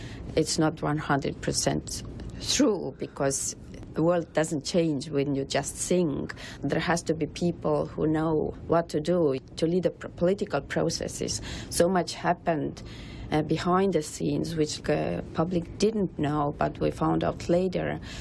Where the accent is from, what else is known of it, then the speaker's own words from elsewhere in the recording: Tartu, Tartu County, Estonia; So even through Soviet time, I grew up in Soviet Estonia, and I went to the Songfest as a kid, school kid